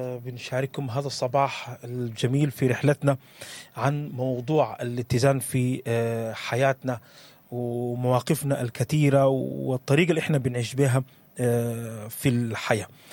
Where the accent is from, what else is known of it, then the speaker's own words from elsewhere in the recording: Sudan; إحنا محتاجينه في الوقت ده كسودانيين